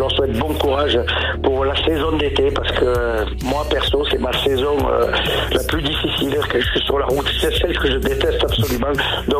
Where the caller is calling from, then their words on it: France; Moi, je suis de Chambon